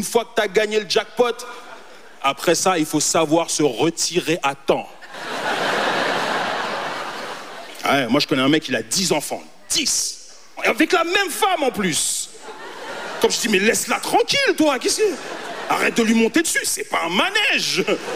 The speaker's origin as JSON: {"language": "French", "town": "Montreal", "region": "Quebec", "country": "Canada", "said": "Moi, je viens de Montréal."}